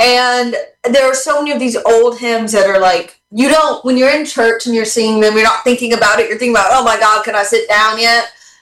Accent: Montgomery, Texas, United States; I'm from Montgomery, Texas. I love Montgomery. It's like half in the middle of nowhere, half in a developed place.

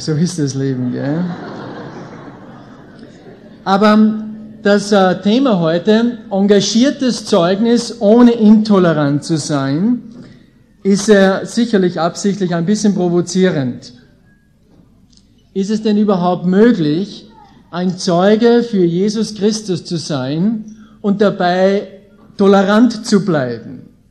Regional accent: Austria; ich bin eben aus Österreich.

